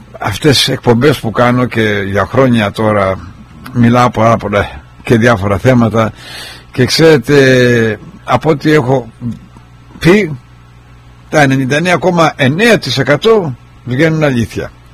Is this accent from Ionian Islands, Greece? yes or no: yes; Argostoli, Ionian Islands, Greece; είμαι Κεφαλονίτης Αργοστολιώτης